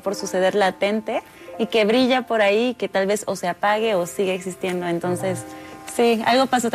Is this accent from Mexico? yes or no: yes; Mexico; espejea mucho lo que somos los mexicanos